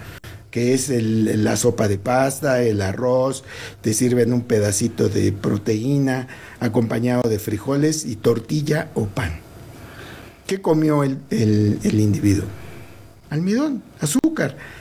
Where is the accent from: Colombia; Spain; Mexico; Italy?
Mexico; Entonces, pues nosotros comemos tortillas porque somos mexicanos.